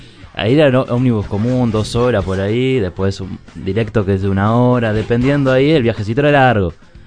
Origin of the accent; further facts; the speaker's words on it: Canelones, Uruguay; Soy canario, sí.